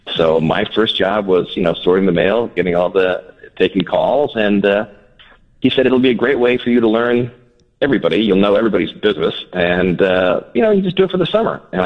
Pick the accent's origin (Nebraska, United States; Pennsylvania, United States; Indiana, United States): Pennsylvania, United States; Philadelphia; I grew up in Philadelphia.